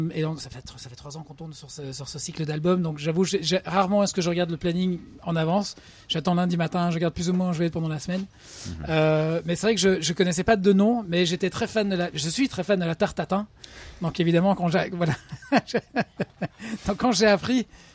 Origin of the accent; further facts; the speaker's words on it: England, United Kingdom; French is a second language; also born or lived in Brussels, Belgium; Donc Ziggy est suédois, Romain est français. Moi, je suis anglais d'origine. Mais on vivait tous les trois à Bruxelles.